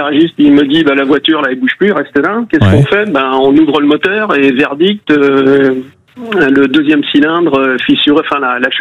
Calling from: Nouvelle-Aquitaine, France; je suis entre Poitiers et Limoges, donc il fait très chaud.

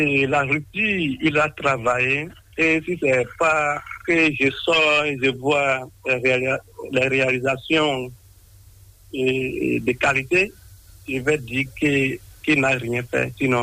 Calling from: Benin; je suis à Francourt.

